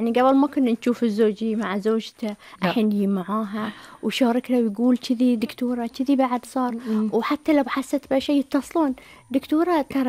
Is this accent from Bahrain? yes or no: yes; Bahrain; عندنا في البحرين